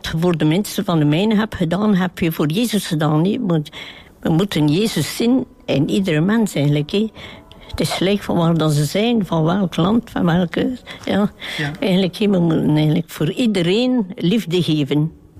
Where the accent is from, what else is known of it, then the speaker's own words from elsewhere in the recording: Nieuwpoort, Flanders, Belgium; Van aan de kust, van Niepoort.